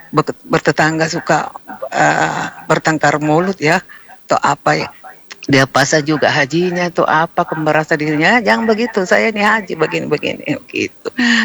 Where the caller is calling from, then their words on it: South Sulawesi, Indonesia; Saya kan juga orang Bugis Makassar.